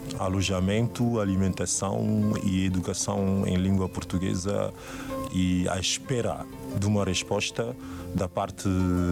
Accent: Côte d’Ivoire; moved away as an adult; also born or lived in Mali; Então nós nascemos neste contexto e crescemos neste contexto

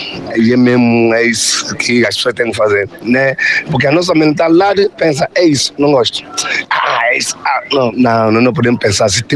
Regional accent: São Tomé & Príncipe; now in Crato, Portugal; Lá em Santo Tomé usamos um português que é leve.

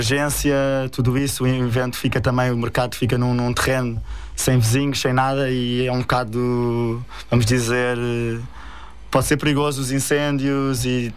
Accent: Carvoeira, Lisbon, Portugal; na terra que cresci, na Carvoeira.

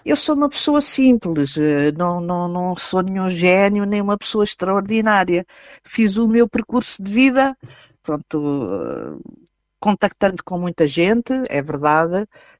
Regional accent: Fundão, Centro, Portugal; é o município da minha terra, naquela onde nasci, onde vivi e onde vivo.

